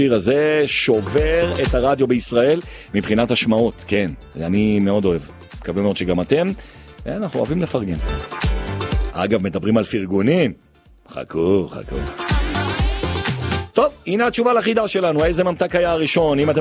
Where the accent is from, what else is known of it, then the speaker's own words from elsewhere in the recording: Jerusalem, Jerusalem District, Israel; כשהייתי ילד, הייתי גר ברחוב הנביאים, זה בסמוך למאה שערים